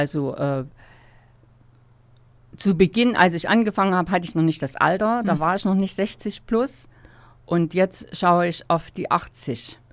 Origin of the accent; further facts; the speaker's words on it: Jena, Thuringia, Germany; Ja, also die Stadt Jena ist meine Heimatstadt. Ich bin hier nicht nur geboren und aufgewachsen, Schule, dann zum Studium, aber immer ein Bein in der Stadt, wieder zurück, hier auch geheiratet, hier Mutter geworden